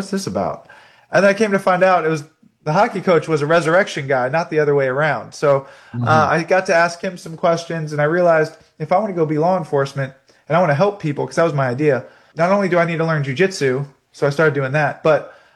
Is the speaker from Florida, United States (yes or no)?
yes; Fort Lauderdale, Florida, United States; I'm from Fort Lauderdale, Florida